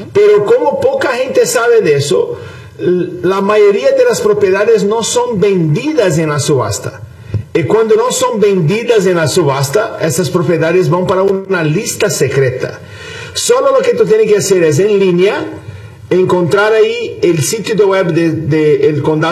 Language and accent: Spanish; Brazil; moved away as an adult; now in United States; yo soy de Brasil. Llegué a Estados Unidos en 1998 con $100 en el bolsillo